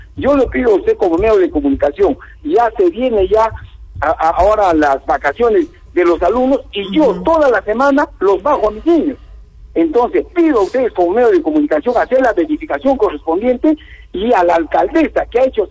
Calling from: Arequipa, Peru; de Caima.

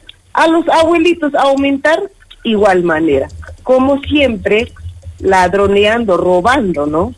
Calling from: Peru; ¡Qué tan miserables somos los peruanos!

